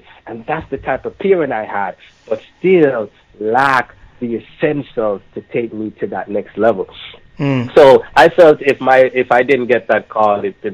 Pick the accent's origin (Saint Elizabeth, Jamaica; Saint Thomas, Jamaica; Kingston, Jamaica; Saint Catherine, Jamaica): Kingston, Jamaica; Almond Town; sing a song when I was growing up in Almondtown like this.